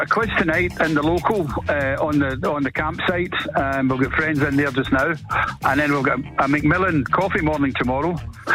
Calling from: Castle Sween, Scotland, United Kingdom; I'm calling from the west coast of Scotland in a place called Castle Sween.

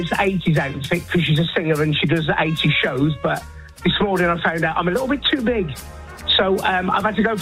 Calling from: Aberdare, Wales, United Kingdom; Aberdare in South Wales.

